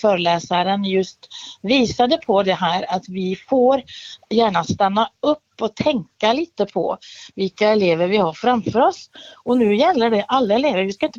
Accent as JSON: {"language": "Swedish", "country": "Norway", "said": "I Norge, där jag kommer ifrån ursprungligen, så har vi ofta två lärarsystem."}